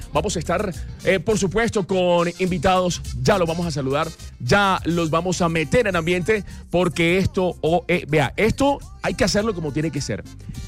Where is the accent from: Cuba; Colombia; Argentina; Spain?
Colombia; Barranquilla, Atlántico; Vea, yo vengo de Barranquilla y lo primero que me dijeron fue, papi, aquí ibas a pasarla sabroso con los 50 Joselito.